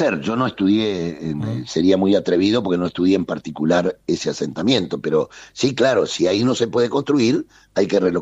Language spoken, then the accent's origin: Spanish; Montevideo, Uruguay; Yo nací en Jacinto Vera. En Jacinto Vera estaba el hijo del médico y el hijo del obrero textil, el hijo del obrero. Jugábamos al fútbol en la calle juntos. Eran barrios integrados.